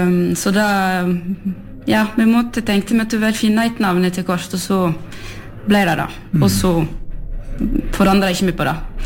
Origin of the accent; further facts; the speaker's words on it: Brussels, Brussels-Capital Region, Belgium; first language French; Norwegian is a second language; moved away as an adult; now in Norway; Jeg er født og oppvokst i Brussel i Belgia. Og da flyttet jeg hit i 16, så nå blir det 10 år siden, snart. Så fransk er jo morsmålet mitt.